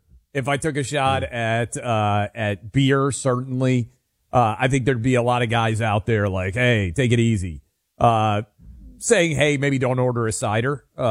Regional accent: Tennessee, United States; If I were running for governor of Tennessee or Senate in Tennessee in my home state

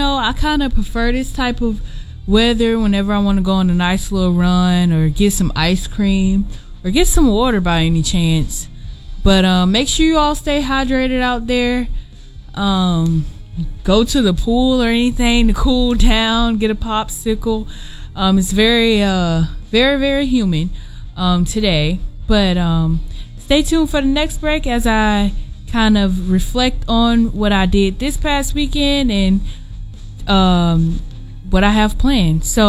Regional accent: Texas, United States; moved away; I'm from Texas, as you some of you know, and it is hot, but it's not as bad.

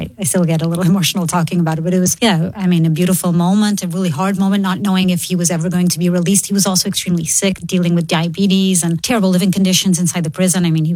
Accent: Portugal

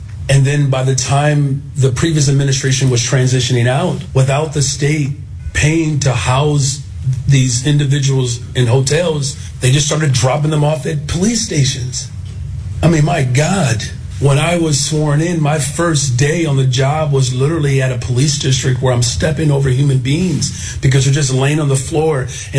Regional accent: Chicago, Illinois, United States; as a Chicagoan, especially as a black Chicagoan, if that's the only coverage that you are experiencing

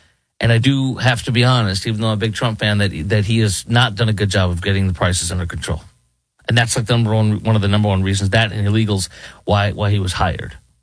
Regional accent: Michigan, United States; we're from Michigan while Jesse's in New York City.

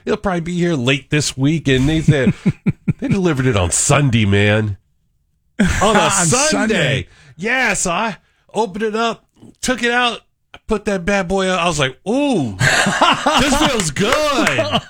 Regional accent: Los Angeles, California, United States; Yeah, baseball and rooting for the Dodgers, my hometown. I am an Angelino, born and raised, all right?

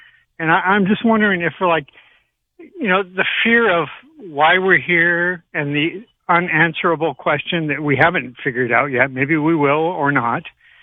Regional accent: Sedona, Arizona, United States; And, well, I grew up in Sedona, Arizona.

